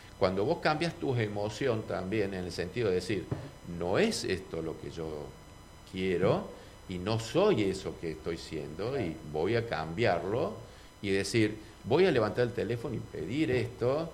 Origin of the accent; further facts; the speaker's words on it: Córdoba, Argentina; born there; moved away as an adult; also born or lived in Santiago del Estero / Salta; now in Cipolletti, Argentina; Yo viví... nací en Córdoba y cuando terminamos la especialidad nos fuimos a hacer medicina rural a Santiago del Estero. De Santiago del Estero nos contrataron y nos fuimos a trabajar en Salta.